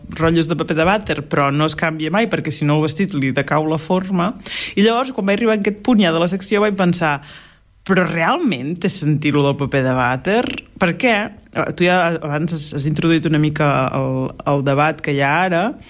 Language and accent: Catalan; Blancafort, Catalonia, Spain; Tu ja saps que jo soc de Blancafort … modista de Blancafortina, poble de 400 habitants, al Conca de Barberà.